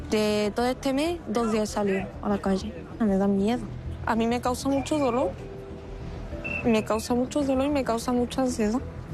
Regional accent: Ceuta, Spain; soy ceutí

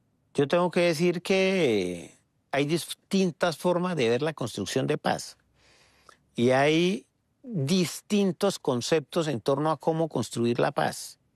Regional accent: Colombia; quiero como colombiano

